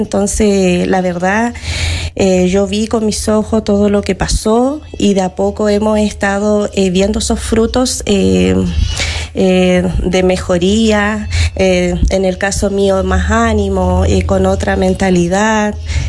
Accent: Combarbalá, Coquimbo, Chile; Soy de acá de Combarbalá.

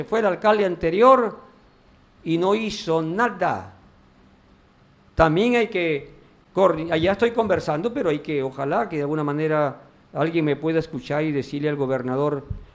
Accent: Tambogrande, Piura, Peru

